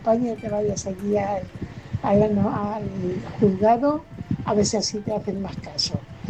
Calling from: Fuenlabrada, Community of Madrid, Spain; corresponsal de Fuenlabrada.

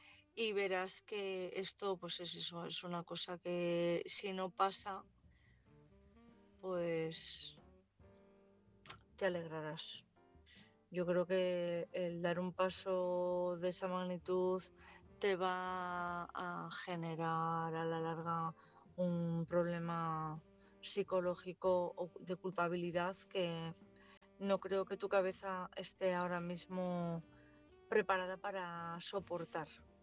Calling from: Cantabria, Spain; corresponsal de Cantabria.

